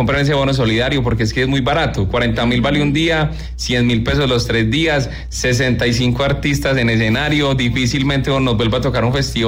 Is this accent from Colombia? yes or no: yes; La Virginia, Risaralda, Colombia; also born or lived in Pereira; Yo soy nacido en Pereira, pero me crecí en la Virginia Risaralda, también ver a mi pueblito